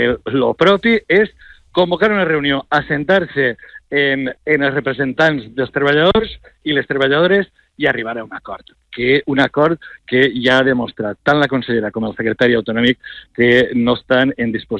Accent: Valencian Community, Spain; jo soc valencià

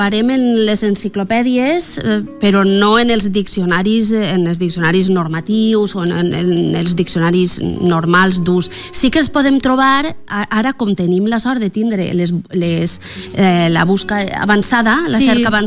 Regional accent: Bicorb, Valencian Community, Spain; now in Meliana, Spain; Jo sóc de Bicorb

